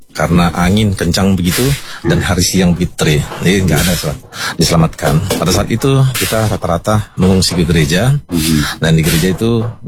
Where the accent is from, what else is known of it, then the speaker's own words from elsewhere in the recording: Lhokseumawe, Aceh, Indonesia; also born or lived in Medan; Karena selain saya lahir di Medan, di Tapanuli, tapi saya besar di Aceh ini, khususnya di Kota Loksumawe.